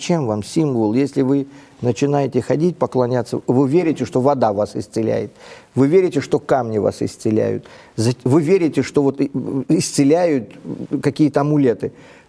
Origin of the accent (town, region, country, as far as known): Uzbekistan; born or raised there